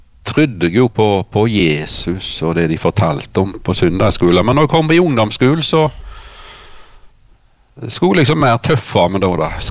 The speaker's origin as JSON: {"language": "Norwegian", "town": "Karmøy", "region": "Rogaland", "country": "Norway", "tie": "born or raised there", "said": "Så vi vokste opp her i Sævlandsvikta. Bare en steinkast her på som vi sitter nå."}